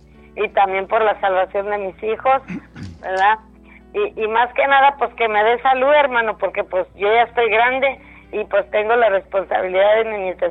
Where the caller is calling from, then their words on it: Donna, Texas, United States; De aquí, de la ciudad de Don, hermano.